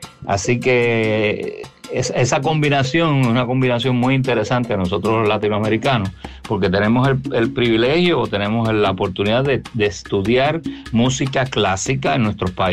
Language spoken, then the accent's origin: Spanish; Puerto Rico; mi carrera profesional nace aquí en Puerto Rico, ya que soy nacido y criado aquí en Puerto Rico